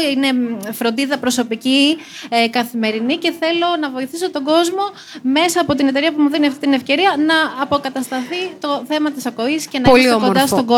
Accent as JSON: {"language": "Greek", "town": "Mantoudi", "region": "Central Greece", "country": "Greece", "said": "γιατί η καταγωγή μου είναι από την Εύβοια, είμαι από το Μαντούδι."}